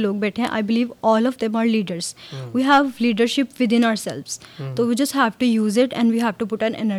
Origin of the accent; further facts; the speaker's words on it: Faisalabad, Punjab, Pakistan; اور میں فیصلہ آباد سے ہوں.